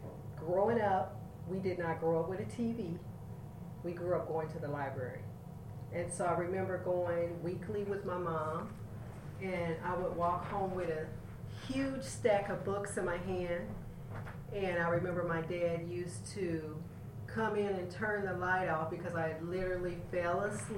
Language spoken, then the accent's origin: English; Kansas City, United States; moved away as an adult; now in Arkansas, United States; So, but Kansas City, moved to Arkansas to be with my husband's family in 2017. And so, yeah, that's how I got to Arkansas.